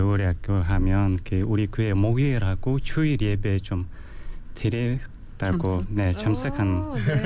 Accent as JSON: {"language": "Korean", "region": "Ulaanbaatar", "country": "Mongolia", "second_language": "Korean", "moved": "as an adult", "lives_now": "South Korea", "said": "저도 울란바토르에서 왔습니다."}